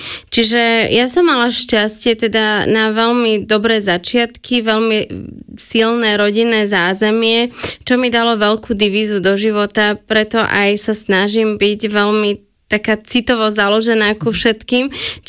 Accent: Kuwait; moved away; Ako dieťa som žila v Kuvajte, potom sme žili v rôznych krajinách

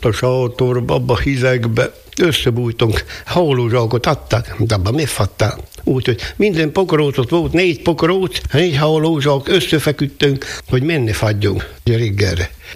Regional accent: Borsod-Abaúj-Zemplén, Hungary; Hova valók vagyunk? A Tornai arra.

